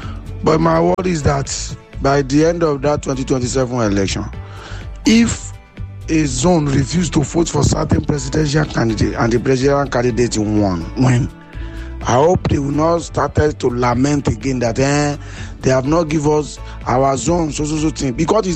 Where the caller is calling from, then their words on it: Ikorodu, Lagos, Nigeria; I'm calling from Ikorodu.